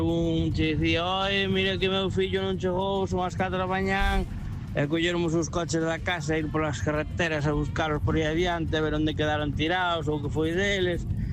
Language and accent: Galician; Oboraz, Galicia, Spain